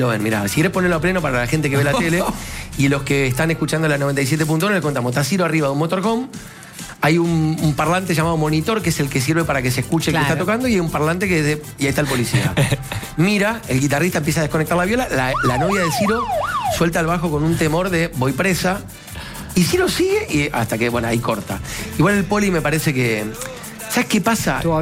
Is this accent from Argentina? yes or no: yes; Argentina; moved away; Soy argentino